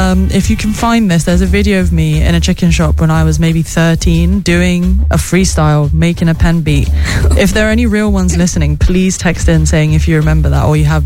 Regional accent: London, United Kingdom; now in Bristol, United Kingdom; I'm a Bristol-based DJ. Mm-hmm. I grew up in North London.

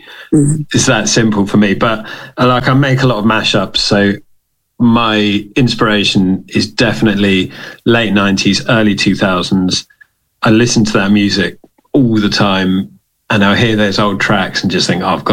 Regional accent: South West England, United Kingdom; All right, so I'm from like the South Coast. I'm from Devon, so always saw like lobster stuff everywhere.

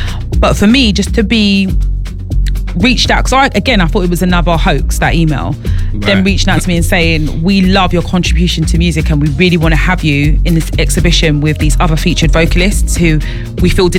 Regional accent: London, United Kingdom; I'm from South, yeah.

